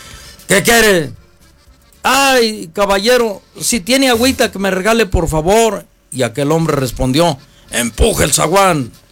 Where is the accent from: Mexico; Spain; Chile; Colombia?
Mexico; lo digo como todo mexicano